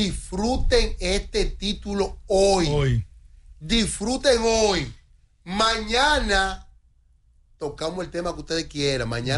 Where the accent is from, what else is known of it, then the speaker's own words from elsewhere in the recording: Santo Domingo, Distrito Nacional, Dominican Republic; Yo, que soy de Villa Francisca